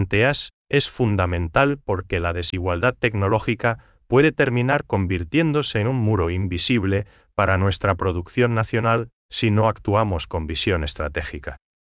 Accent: Paraguay; esa calidez y ese trato humano que nos define como paraguayos.

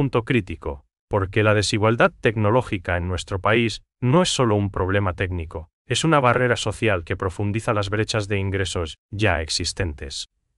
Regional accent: Paraguay; solo nosotros, como paraguayos, sabemos dar en el trato diario.

